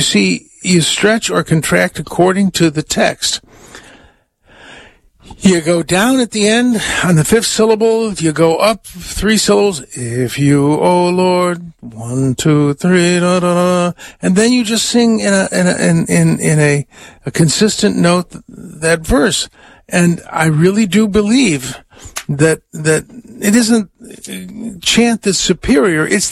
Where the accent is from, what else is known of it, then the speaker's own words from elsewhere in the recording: United States; I have a German background, and I'm an American